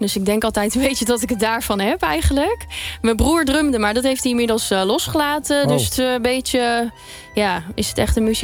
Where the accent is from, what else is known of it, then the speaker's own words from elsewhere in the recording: Nieuw-Milligen, Gelderland, Netherlands; now in Vaassen, Netherlands; ik kom uit een heel klein gehuchtje, Nieuw-Milligen. Dat ligt onder Apeldoorn.